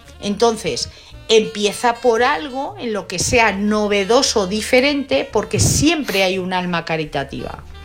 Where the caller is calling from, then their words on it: Madrid, Community of Madrid, Spain; Hola, buenas noches. Soy … de Madrid.